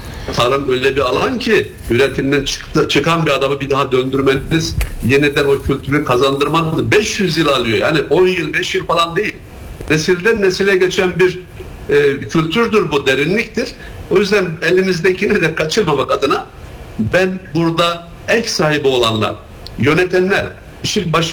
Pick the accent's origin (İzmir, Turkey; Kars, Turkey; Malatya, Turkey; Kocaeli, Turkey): Kars, Turkey; ben şu anda Kars'tan sizinle konuşuyorum. Benim memleketim burası.